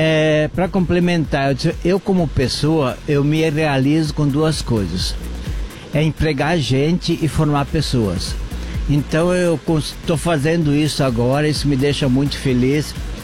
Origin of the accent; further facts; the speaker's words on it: Gramado, Rio Grande do Sul, Brazil; sou natural de Gramado, interior de Gramado.